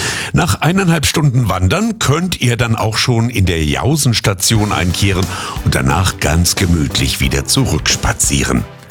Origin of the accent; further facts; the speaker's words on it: Bavaria, Germany; Es gibt bei uns in Bayern ja hier eine schöne Klamm, dort eine schöne Klamm, ideal zum Abkühlen im Sommer.